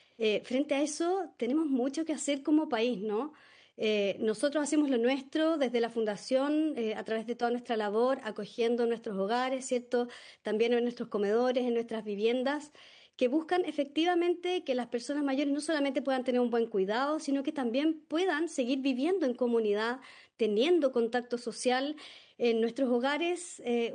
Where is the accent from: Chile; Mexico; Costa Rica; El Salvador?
Chile; Y eso obviamente que implica un tremendo desafío para nosotros como chilenos.